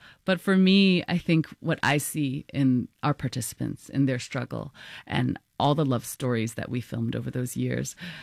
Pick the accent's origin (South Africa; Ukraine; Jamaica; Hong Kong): Hong Kong; I grew up in Hong Kong